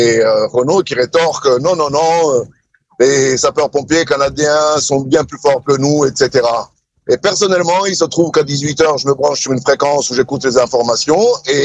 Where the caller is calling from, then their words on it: Toulouse, Occitanie, France; je suis Toulousain